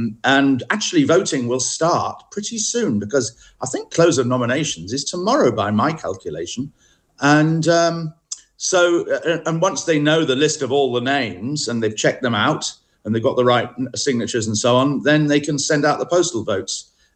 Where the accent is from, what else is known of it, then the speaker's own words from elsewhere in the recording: Manchester, North West England, United Kingdom; moved away; I'm a Mancunian myself, go there a lot.